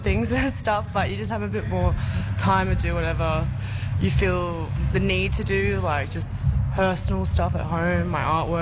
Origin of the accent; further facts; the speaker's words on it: Port Macquarie, New South Wales, Australia; now in Coonabarabran, Australia; I am from Port Macquarie originally, from the coast, and so I didn't think I would actually like Coonabarabran at the start, but since living here